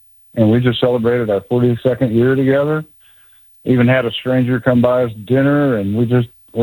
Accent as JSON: {"language": "English", "region": "Kansas", "country": "United States", "said": "well, we're both originally from Kansas."}